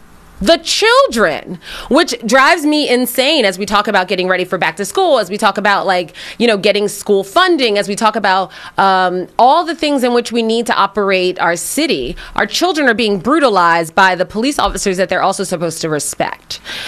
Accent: Philadelphia, Pennsylvania, United States; I'm born and raised in Philadelphia. I love it here. I call myself a townie proudly.

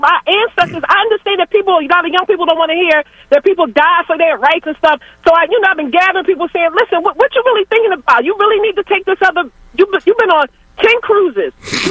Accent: Philadelphia, Pennsylvania, United States; now in Jenkintown, United States; I live a little bit outside. I was born and raised in Philly. Live a little outside, right in Jenkintown. But I'm born and raised in Philly all day

